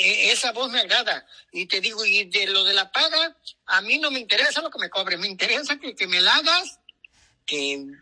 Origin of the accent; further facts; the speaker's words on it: El Limón, Veracruz, Mexico; born there; also born or lived in Mesa de 24; yo nací en El Limón, municipio Alto Lucero, El Limón.